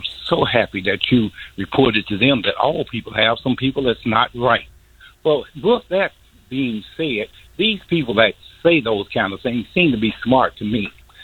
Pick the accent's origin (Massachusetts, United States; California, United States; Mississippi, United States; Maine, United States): Mississippi, United States; Canton; moved away; I'm from Canyon, Mississippi. And when I was growing up down there in the 60s, it was a small town